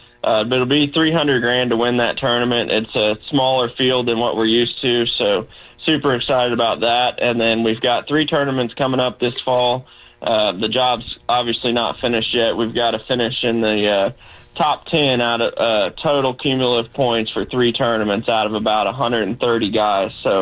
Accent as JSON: {"language": "English", "town": "Versailles", "region": "Missouri", "country": "United States", "tie": "born or raised there", "said": "I grew up in Versailles, went to school there, K through 12. My grandparents lived at Lake of the Ozarks on the water full-time my whole life"}